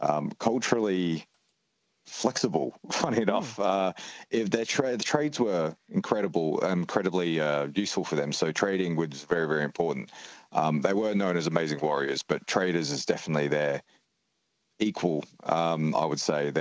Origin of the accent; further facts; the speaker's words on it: England, United Kingdom; I'm English, so my ancestors would have been